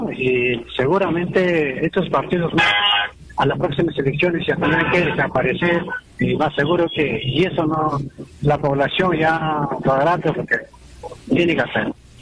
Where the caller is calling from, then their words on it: Lima, Peru; Le llamo de acá de Lima, Perú.